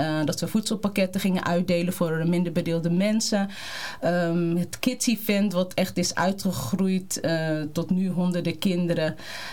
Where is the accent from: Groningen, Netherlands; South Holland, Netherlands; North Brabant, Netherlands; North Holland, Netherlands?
South Holland, Netherlands; Moordrecht; now in Gouda, Netherlands; Ik kom uit Moordrecht. Tenminste, ik kom oorspronkelijk uit Moordrecht, maar ik woon nu met mijn man in Gouda, in Westergouwen.